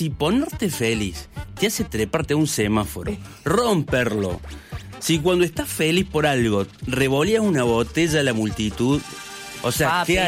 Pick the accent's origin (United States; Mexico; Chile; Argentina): Argentina; nuestra forma de ser como argentinos